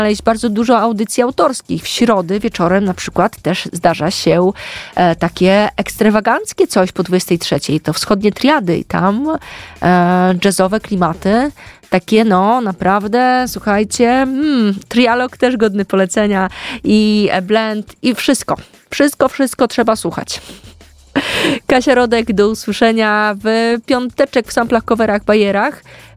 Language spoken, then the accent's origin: Polish; Lublin Voivodeship, Poland; jestem z Lubelszczyzny